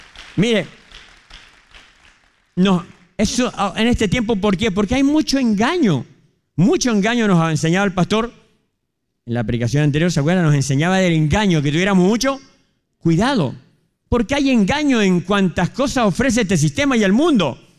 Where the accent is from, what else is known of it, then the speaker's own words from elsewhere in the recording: Argentina; Todos somos argentinos.